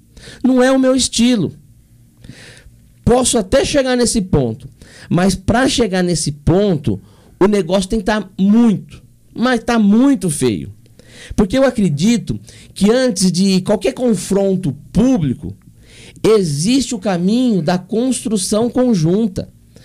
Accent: Aparecida, São Paulo, Brazil; Aparecida é onde eu nasci, onde me formei, onde formou o meu caráter.

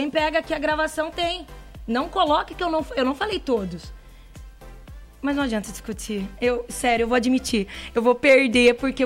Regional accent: Brazil; Eu sou brasileira.

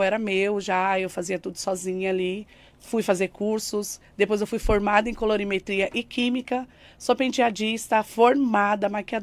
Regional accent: Guarulhos, São Paulo, Brazil; born there; also born or lived in Itabaianinha, Sergipe; Não, a gente é de Guarulhos. Guarulhos.

